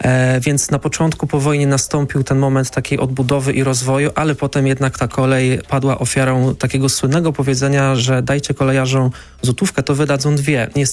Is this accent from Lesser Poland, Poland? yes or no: yes; Lesser Poland, Poland; moved away; jechałem pociągiem z Tarnowa w kierunku Nowego Sącza, w moje rodzinne strony. Pozdrawiam Ciężkowice, Bogoniowice.